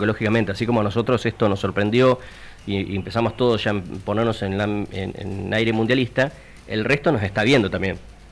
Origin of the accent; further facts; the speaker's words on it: Argentina; somos argentinos